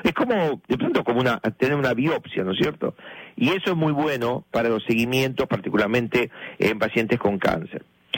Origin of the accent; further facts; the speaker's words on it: La Plata, Buenos Aires Province, Argentina; moved away; la zapatería y alpargatería de mi papá, cuando era chiquito allá en La Plata, enfrente del ferrocarril Roca, en la calle 1, donde jugábamos siempre en la calle